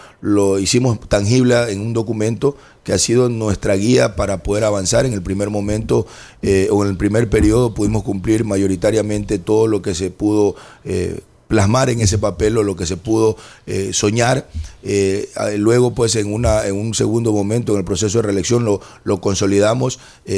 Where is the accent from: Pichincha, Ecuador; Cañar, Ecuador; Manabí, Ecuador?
Manabí, Ecuador; Chone; somos de Choni y de Manabí